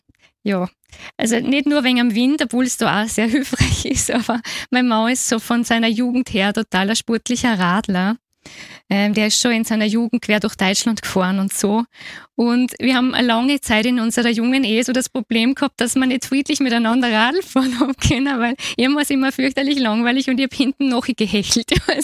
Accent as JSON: {"language": "German", "region": "Burgenland", "country": "Austria", "said": "ich bin ja aus dem Seewinkel komplett flach"}